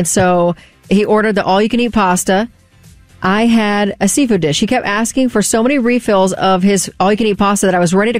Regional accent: the South, United States; I'm from the South

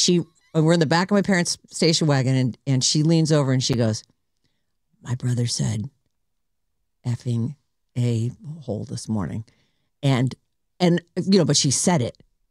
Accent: Massachusetts, United States; There were these five pine trees by my house where I was growing up in Massachusetts.

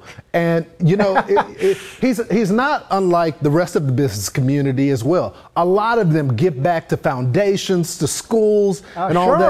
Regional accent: Texas, United States; born there; my home state of Texas

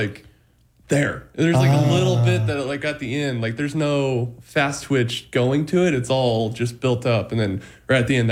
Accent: Kansas City, Missouri, United States; I grew up in Kansas City, so I watched, like, the Royals and Cardinals

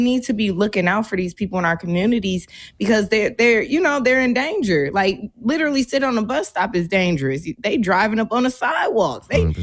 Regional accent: Milwaukee, Wisconsin, United States; born or raised there

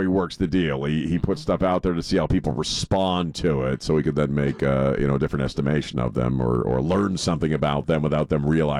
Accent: United States; As an American citizen right now

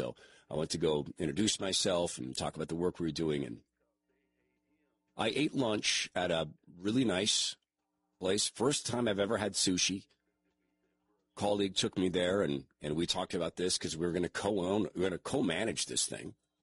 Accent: Spokane, Washington, United States; And I'm amazed at San Francisco and the wealth and the difference to where I grew up in Spokane, Washington.

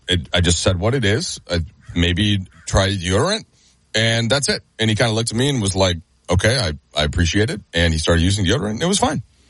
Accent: Minneapolis, Minnesota, United States; Yeah, western suburbs of Minneapolis.

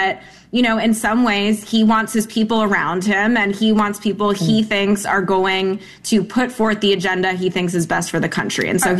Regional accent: California, United States; I'm from California. I'm familiar with the setup

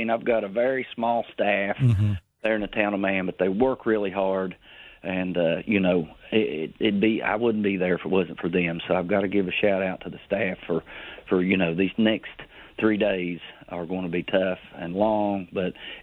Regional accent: West Virginia, United States; we especially in southern West Virginia, our small towns, I mean, that's what makes our communities, it's just, I don't know how to explain it. I mean, I would not want to live anywhere else, and the hospitality down here is wonderful.

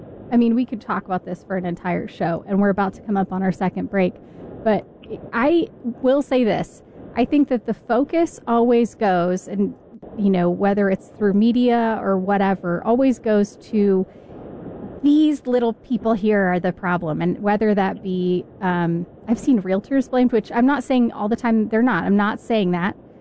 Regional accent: Texas, United States; Not to always bash California, but I'm from Texas

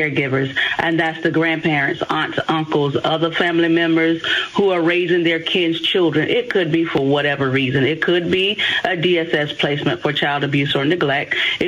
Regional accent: South Carolina, United States; now in Columbia, United States; We're from Marlborough County, and we both reside here in the Columbia area now.

